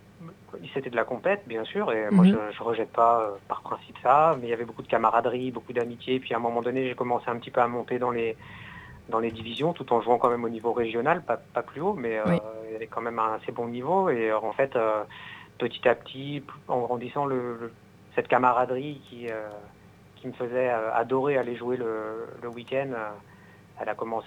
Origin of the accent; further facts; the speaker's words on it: Rennes, Brittany, France; moved away; c'est vrai que j'habite plus à Rennes, mais je suis né à Rennes, à l'Hôpital Sud. J'ai grandi à Morpa dans les années 90